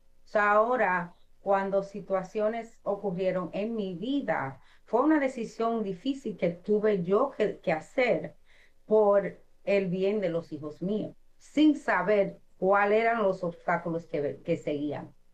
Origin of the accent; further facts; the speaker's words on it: Dominican Republic; Bueno, siendo dominicana y en la cultura hispana, siempre estamos unidos, siempre estamos en comunidad, estamos en familia.